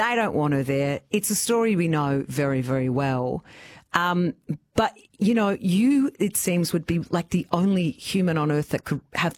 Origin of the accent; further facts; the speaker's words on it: Geelong, Victoria, Australia; I'm from Geelong.